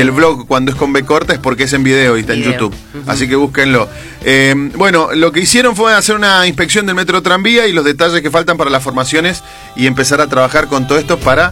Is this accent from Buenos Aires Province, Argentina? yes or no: no; Maipú, Mendoza, Argentina; para los que somos de Maipú